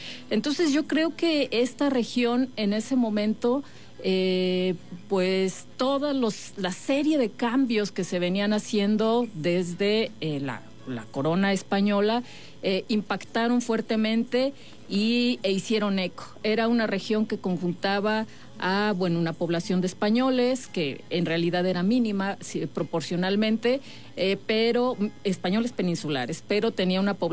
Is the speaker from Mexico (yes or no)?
yes; Mexico